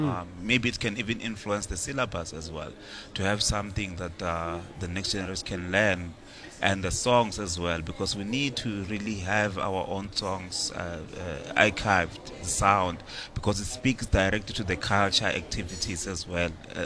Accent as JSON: {"language": "English", "town": "Malamulele", "region": "Limpopo", "country": "South Africa", "lives_now": "Johannesburg, South Africa", "said": "So I'm from Malamulele. Then I went to Foreman Adult Technikon, that's Durban, and then later on University of KZN. And then I'm back to Joburg again"}